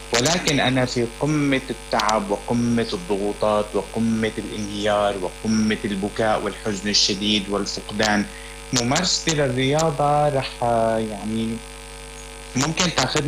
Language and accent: Arabic; Syria